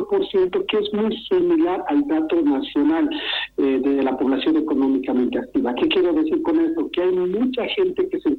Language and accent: Spanish; Bolivia; moved away as an adult; now in Spain